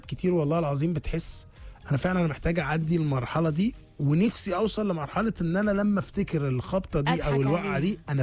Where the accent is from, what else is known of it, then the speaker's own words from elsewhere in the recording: Egypt; احنا بنتكلم علينا كمصريين